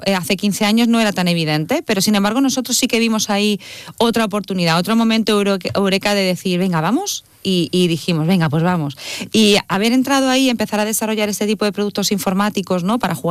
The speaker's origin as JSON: {"language": "Spanish", "town": "Madrid", "region": "Community of Madrid", "country": "Spain", "moved": "as an adult", "lives_now": "Málaga, Spain", "said": "cuando vine a Málaga, pues yo soy de Madrid, cuando vine a Málaga hace ya 22, 23 años"}